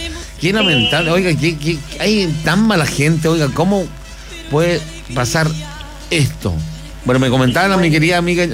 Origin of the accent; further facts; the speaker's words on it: Maule, Chile; yo soy un poquito más abajo, yo vengo ya de Lora.